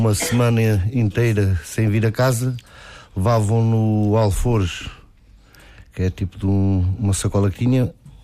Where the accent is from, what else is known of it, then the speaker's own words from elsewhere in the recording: Casais dos Brilhos, Santarém, Portugal; Uma vez fui lá com uma equipa, uma rapaziada da minha aldeia, de Casais dos Brilhos.